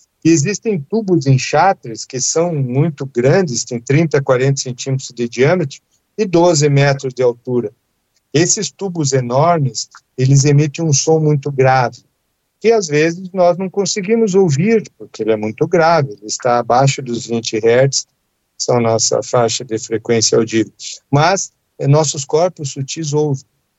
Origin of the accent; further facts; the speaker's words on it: Curitiba, Paraná, Brazil; born there; Eu nasci em Curitiba.